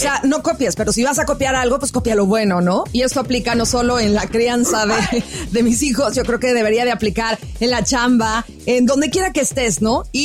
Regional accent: Mexico; Por ejemplo, yo siendo mexicana, porque la neta, a mí me ha tocado, y yo me la agarraba de la greña en México

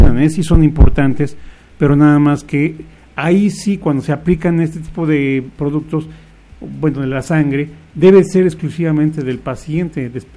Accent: Mexico City, Mexico; now in Apizaco, Mexico; No, soy de la Ciudad de México, nada más. Okay. Que tengo aquí trabajando 48 años.

